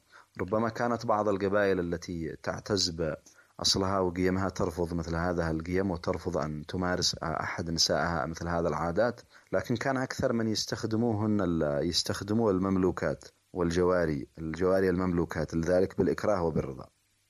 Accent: Yemen

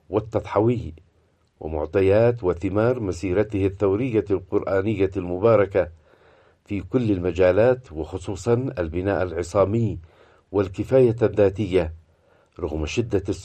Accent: Yemen; وكل ذلك يرسخ حقيقة أننا كيمنيين أمام يمن آخر

